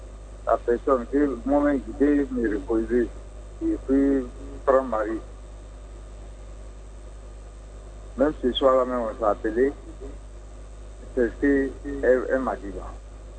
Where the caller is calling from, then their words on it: Abidjan, Côte d’Ivoire; Moi, je suis à Abidjan